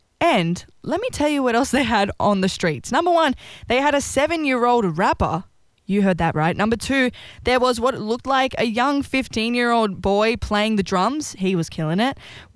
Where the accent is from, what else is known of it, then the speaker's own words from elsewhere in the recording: Australia; all my hot takes from being in America and all these things that we can take as Aussies and make better.